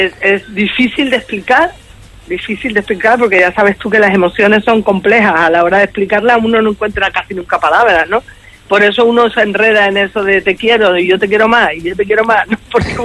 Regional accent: Arrecife, Canary Islands, Spain; ya nació en mi tierra, que ya nació en Arrecife

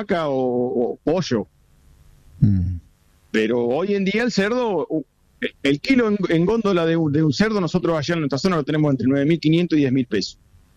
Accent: Argentina; somos argentinos

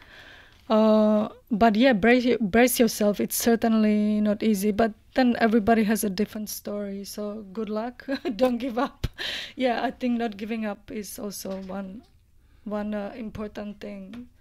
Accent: Moravia, Czechia; born there; English is a second language; It's I was born in Moravia, which is part of the Czech Republic, or the former Czechoslovakia, as some might remember.

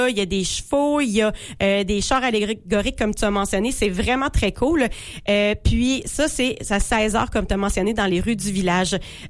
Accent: Quebec, Canada; Puis c'est chez nous, en Beauce, à Saint-Honoré-de-Chenelay.

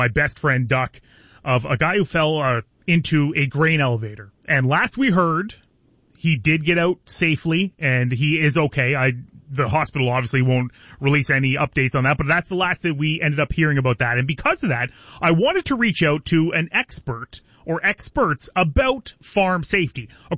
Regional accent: Belle River, Ontario, Canada; I am a county kid. I grew up in Pewson in Bell River

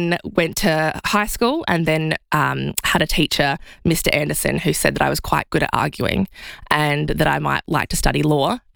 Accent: Wallaroo, South Australia, Australia; moved away as an adult; now in Adelaide, Australia; Born and raised in Wallaroo.

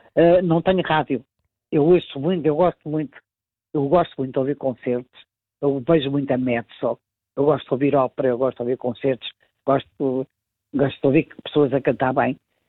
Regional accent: Portugal; born there; Nós temos uma pátria que tem uma língua, que é o português. Eu amo a minha pátria. É o sítio onde eu nasci, é o sítio onde eu vou morrer.

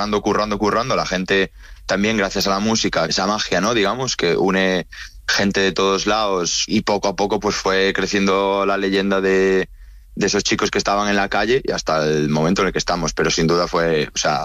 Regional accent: Galicia, Spain; Gonzalo, que es de Barcelona, va, y yo, que soy de Galicia, Galiza, Baliza.

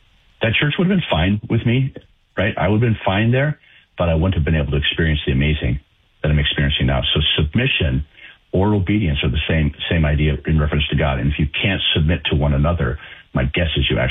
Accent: Minnesota, United States; also born or lived in Connecticut; now in North Dakota, United States; move back to the area where I grew up, I grew up in Minnesota, but back to North Dakota

